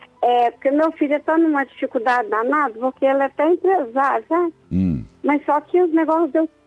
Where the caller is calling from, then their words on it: Divinópolis, Minas Gerais, Brazil; Eu falo de Divinópolis.